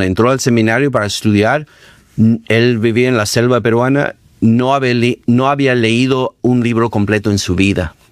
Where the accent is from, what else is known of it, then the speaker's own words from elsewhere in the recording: England, United Kingdom; En mi país, en Inglaterra